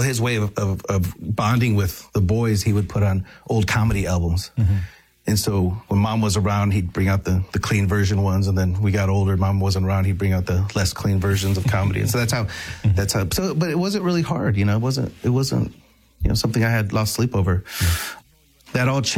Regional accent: Tecumseh, Michigan, United States; So, I was born in Michigan in a really small town called Tecumseh, Michigan, not far from here.

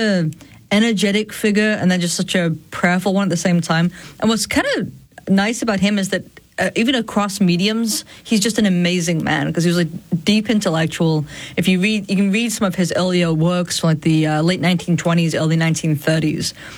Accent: Sheffield, Yorkshire and the Humber, United Kingdom; now in North Carolina, United States; Yeah, Steel City. So, not the prettiest of places, but yes.

